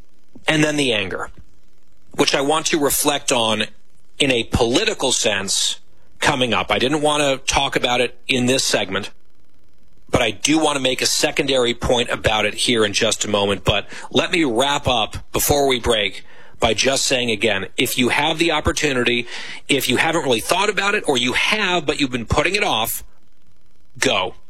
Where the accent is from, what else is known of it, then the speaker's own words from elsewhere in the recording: Ridgewood, New Jersey, United States; I did search my hometown, Ridgewood, New Jersey, Ridgewood lost 11 people on 9/11.